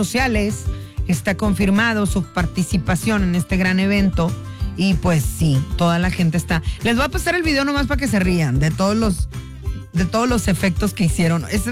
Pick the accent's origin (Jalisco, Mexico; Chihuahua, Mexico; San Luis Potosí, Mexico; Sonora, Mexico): San Luis Potosí, Mexico; Porque no es lo mismo la FENAWAP, que es la de mi tierra, que la FENAPO. Ustedes no lo saben, pero hay cierta hasta rivalidad, mijita. Los que somos potosinos no somos los mismos que somos huastecos.